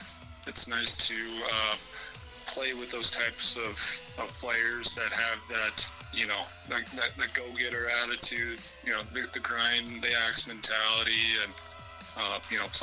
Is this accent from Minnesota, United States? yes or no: yes; Alexandria, Minnesota, United States; Came back to my hometown, Alexandria, Minnesota